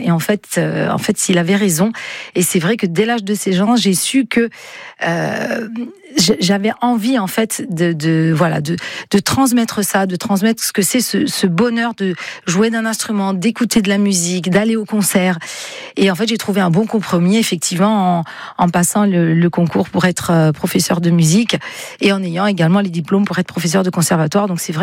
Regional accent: Sagone, Corsica, France; also born or lived in Bastia / Nice; J'étais à Sagone, mes parents habitaient Sagone, et on habitait une villa qui était sur deux étages.

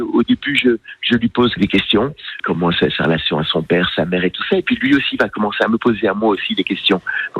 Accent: Belgium; Je viens de Belgique, il vient de Marseille.

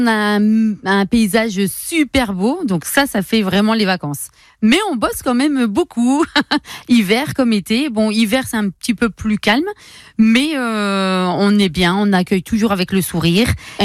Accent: Tourcoing, Hauts-de-France, France; now in Var, France; Oui, parce que je viens de Tourcoing, donc à 20 minutes de Lille.

